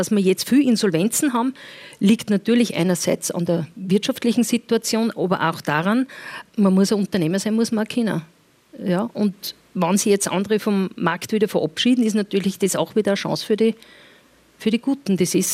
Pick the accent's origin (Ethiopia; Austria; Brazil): Austria; Upper Austria; accent: Upper Austrian dialect; ich sage als Oberösterreicherin, wenn ich ein bisschen flapsig rede, das liegt dann irgendwo, wenn ich mein Dialekt ein bisschen reinfalle.